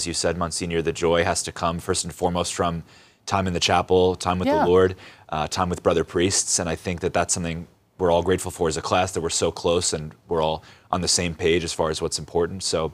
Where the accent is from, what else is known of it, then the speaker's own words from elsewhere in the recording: Riverhead, New York, United States; So, I grew up in Riverhead with my parents and my two sisters, and I went through Catholic school, K through 12.